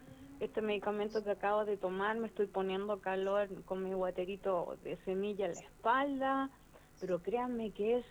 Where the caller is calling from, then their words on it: Pitama, Chile; de Pitama, Negrito.